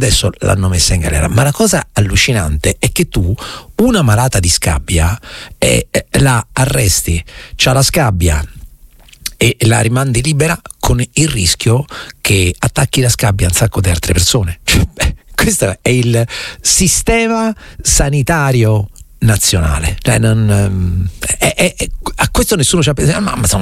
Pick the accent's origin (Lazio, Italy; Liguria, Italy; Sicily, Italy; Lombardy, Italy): Lazio, Italy; Rome